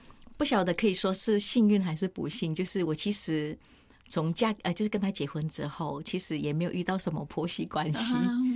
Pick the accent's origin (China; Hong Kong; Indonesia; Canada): Indonesia; first language Indonesian; Chinese is a second language; now in Taiwan; 我是完全没有想过要教我小孩就是印尼话，也是我的母语嘛。